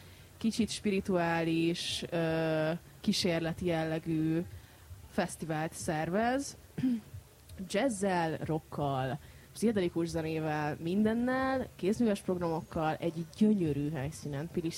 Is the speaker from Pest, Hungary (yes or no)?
yes; Szentendre, Pest, Hungary; Ez nekem a gyerekkorom helyszíne, tehát hogy így én itt nőttem fel